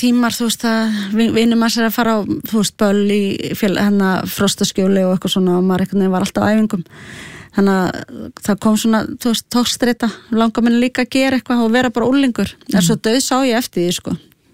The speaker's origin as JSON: {"language": "Icelandic", "town": "Reykjavík", "region": "Capital Region", "country": "Iceland", "tie": "born or raised there", "also_born_or_lived": "Sweden", "said": "ég fæddist í Reykjavík og svo alinn upp í, hérna, í Svíþjóð frá 2 til 6 ára"}